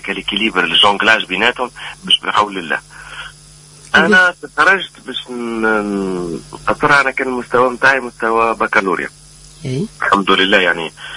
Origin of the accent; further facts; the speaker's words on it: Ajim, Medenine, Tunisia; moved away as an adult; now in France; أنا على فكرة نسكن في جربة وفي منطقة اسمها أجيم نقولها أجيم الخيري